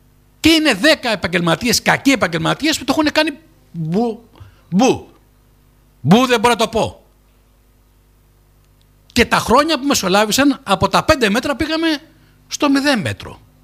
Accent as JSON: {"language": "Greek", "country": "Greece", "said": "Δηλαδή, εγώ δεν μπορώ να πω ότι είμαι από τη Τσεχία, Έλληνας είμαι."}